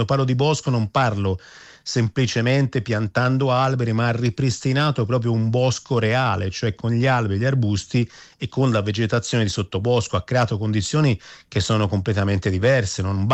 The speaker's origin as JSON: {"language": "Italian", "town": "Florence", "region": "Tuscany", "country": "Italy", "said": "per esempio io appunto sono di Firenze, Firenze sta andando in quella direzione"}